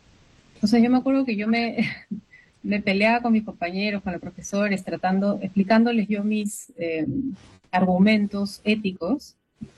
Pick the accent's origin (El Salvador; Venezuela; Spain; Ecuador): Ecuador; Quito, Pichincha; Yo soy de Quito, originalmente. Yo nací en Quito. Mi papá es ecuatoriano y mi mamá es peruana. Tengo 43 años